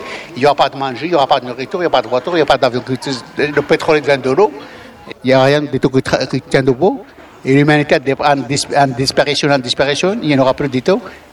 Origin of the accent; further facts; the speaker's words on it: Morocco; moved away as an adult; now in France; je suis né au Maroc, je connaissais la liberté marocaine, j'ai grandi dans les montagnes, j'ai lu le Coran, et j'ai grandi dans une liberté totale.